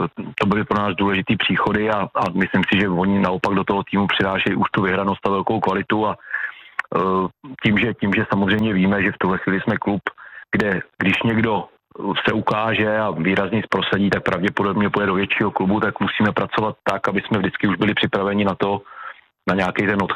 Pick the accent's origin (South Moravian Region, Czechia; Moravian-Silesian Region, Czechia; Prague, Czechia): Prague, Czechia; tak jsem původem z Prahy, tak jsem na Spartu s tátou chodil často